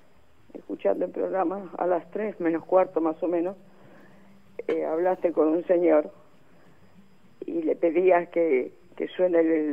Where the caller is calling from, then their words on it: Buenos Aires, Argentina; Soy de Saavedra.